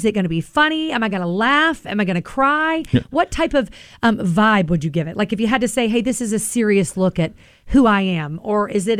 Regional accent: Florida, United States; now in Asheville, United States; I'm not originally from here either. I'm from Florida.

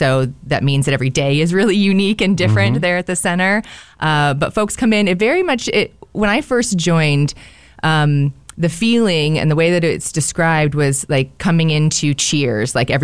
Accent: Seattle, Washington, United States; moved away as an adult; now in Bellingham, United States; And though I was born and raised in Seattle, I've spent the last 20 years here in Bellingham.

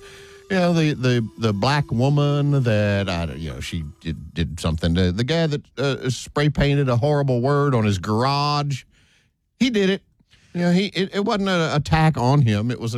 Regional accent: Clute, Texas, United States; I grew up in the Houston area, you know, south of town a little bit, called Clute.

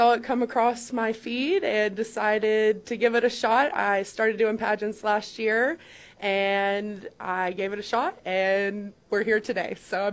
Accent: West Virginia, United States; now in Rainout, West Virginia, United States; I am originally from Ronsford, West Virginia, but I currently reside in Rainout, West Virginia.

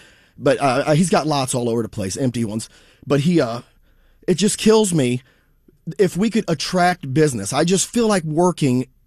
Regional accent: Cahokia, Illinois, United States; Cahokia, which was my hometown

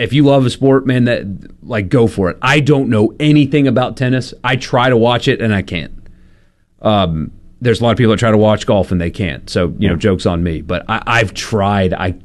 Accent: Bosnia & Herzegovina; I am from Bosnia.

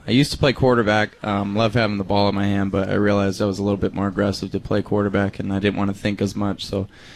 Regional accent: Beaumont, California, United States; Beaumont, California.

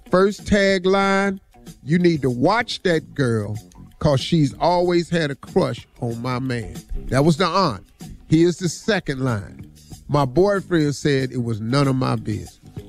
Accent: Welch, West Virginia, United States; I grew up in Welch, West Virginia.

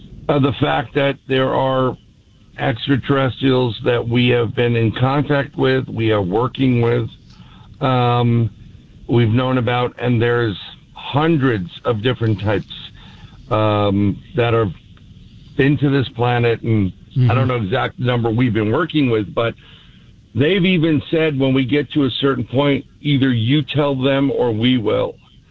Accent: Bronx, New York, United States; I was born and raised in the Bronx.

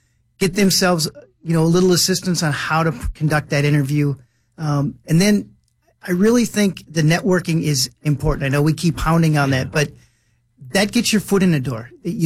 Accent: Delano, California, United States; I mean, I grew up in Delano. I mean, why is this all brand new again?

